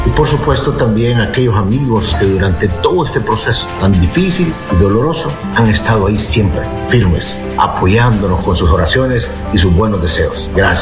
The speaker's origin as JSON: {"language": "Spanish", "country": "Honduras"}